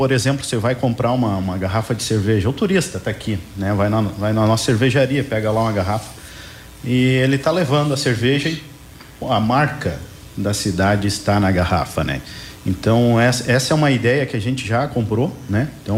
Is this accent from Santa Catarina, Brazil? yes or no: yes; Joaçaba, Santa Catarina, Brazil; Uma cidade de 30 mil habitantes, não é toda cidade de pequeno porte que tem um teatro. Então a cultura está enraizada na nossa cidade.